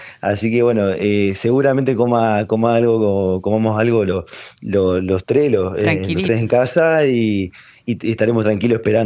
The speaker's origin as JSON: {"language": "Spanish", "country": "Argentina"}